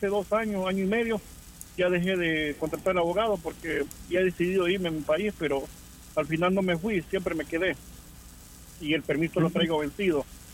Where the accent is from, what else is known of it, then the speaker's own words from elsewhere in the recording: El Salvador; moved away; pero que soy salvadoreño